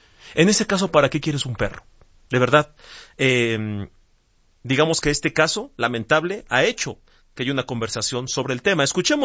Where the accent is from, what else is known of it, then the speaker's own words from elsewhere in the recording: Mexico; yo siendo mexicano